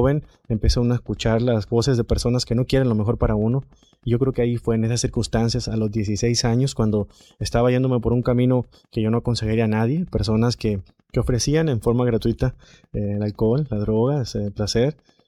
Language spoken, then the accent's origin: Spanish; Sinaloa, Mexico; born there; Nací en Sinaloa, México. Yo fui el menor de mis hermanos.